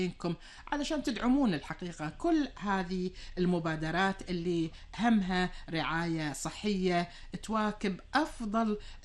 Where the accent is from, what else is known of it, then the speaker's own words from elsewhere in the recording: Kuwait; واحنا نعيش في ديرة الأمن والأمان، ديرة الخير، ديرتنا الحبيبة الكويت